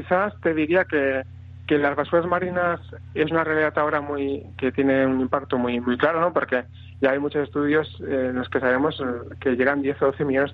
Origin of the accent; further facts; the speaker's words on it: Catalonia, Spain; Yo, por ejemplo, soy del Delta del Ebro, de Tarragona, es una zona preciosa